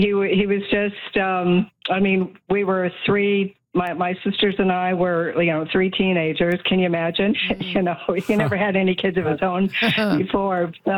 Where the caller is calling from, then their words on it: Edmonton, Alberta, Canada; Yes. Edmonton.